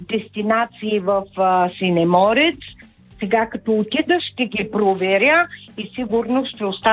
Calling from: Asenovgrad, Plovdiv Province, Bulgaria; съм от Асеновград

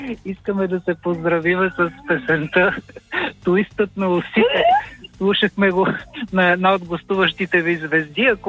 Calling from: Sofia, Sofia City, Bulgaria; съм от София.

